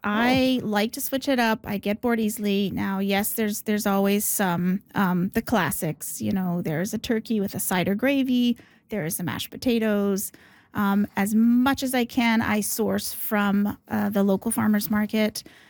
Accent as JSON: {"language": "English", "region": "Yukon", "country": "Canada", "tie": "born or raised there", "also_born_or_lived": "Canadian Prairies / British Columbia", "said": "But yeah, born on the prairies to a Ukrainian family. I grew up in the Yukon, off-grid, raising chickens and rabbits and learning to forage and fish and grow food."}